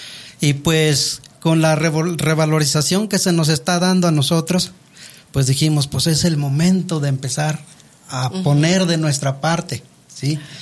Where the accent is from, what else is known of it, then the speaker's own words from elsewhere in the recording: Veracruz, Mexico; first language Nahuatl; Spanish is a second language; moved away; vengo del estado de Veracruz, también soy indígena, hablante de la lengua materna náhuatl.